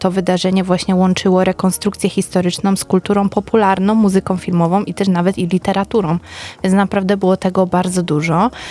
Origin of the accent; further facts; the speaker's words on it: Bielsko-Biała, Silesian Voivodeship, Poland; pomimo tego, że jestem z Bielska